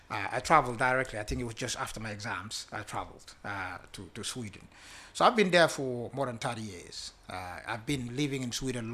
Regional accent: Bakau, Kanifing, Gambia; But before all that, I'm a guy from Bacau. I was born not very far from here, Bacau Newtown, raised there with siblings, three siblings, and with a community with faith and discipline.

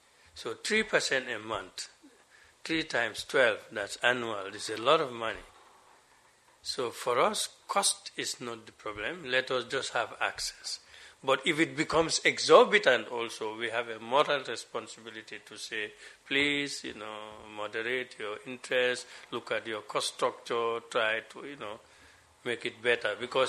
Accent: Gambia; I come from Katamandinka, a village. It's not so remote.

